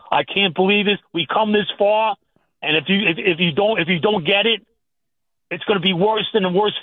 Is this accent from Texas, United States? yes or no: no; New York, United States; Whether you like the New York teams or not, we're from New York. We're supposed to be like that, Joey.